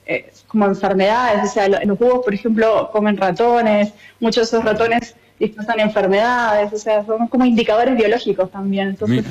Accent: Vicente López, Buenos Aires Province, Argentina; now in Buenos Aires, Argentina; Crecí en Vicente López, ahí hice el colegio.

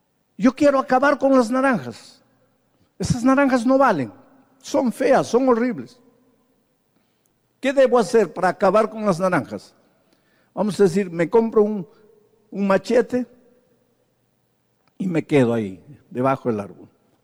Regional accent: Peru; Soy rubio cuando soy cholo, peruano, descendiente de incas.

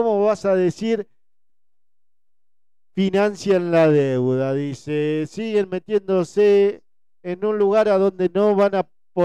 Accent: Strobel, Entre Ríos, Argentina; Porque la gente que somos de Strobel somos gente laburadora, gente que toda la vida vivía en paz.

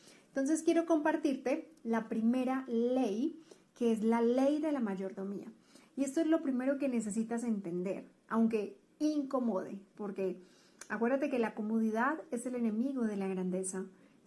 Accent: Colombia; now in Guadalajara, Mexico; colombiana viviendo en Guadalajara, México.

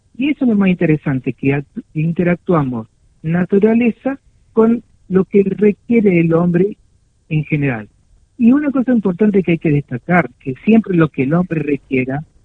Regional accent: Buenos Aires, Argentina; moved away as an adult; now in San Luis, Argentina; yo vengo de provincia de Buenos Aires

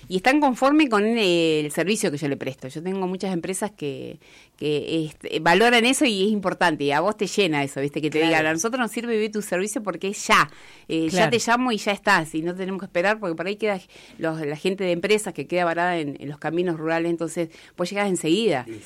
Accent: Cipolletti, Río Negro, Argentina; nací y criada acá en Cipolletti.

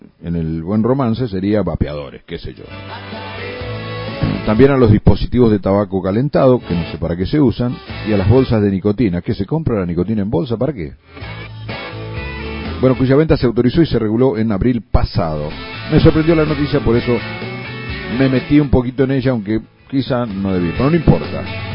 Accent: Argentina; Sí, soy argentino.

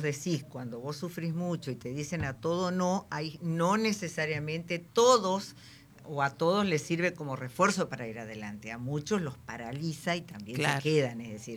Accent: Argentina; Somos argentinos

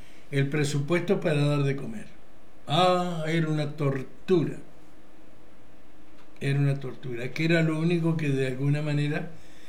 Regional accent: Diamante, Entre Ríos, Argentina; soy de Diamante, estoy en Roma

